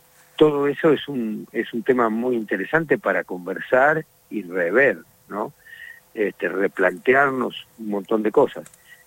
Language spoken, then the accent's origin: Spanish; Las Flores, Buenos Aires Province, Argentina; Soy del Carmen de las Flores, andariego y payador.